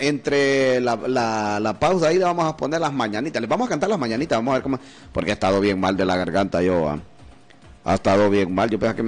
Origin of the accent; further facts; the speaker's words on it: Honduras; así somos los hondureños